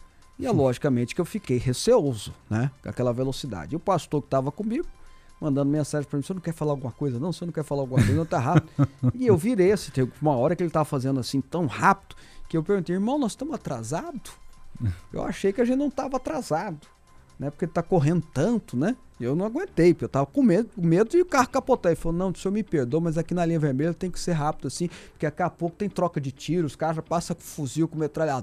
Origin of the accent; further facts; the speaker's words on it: Brazil; Eu sou brasileiro, eu vivo aqui.